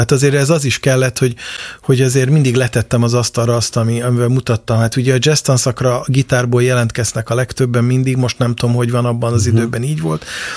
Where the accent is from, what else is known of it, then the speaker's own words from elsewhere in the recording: Budapest, Hungary; angyalföldi vagyok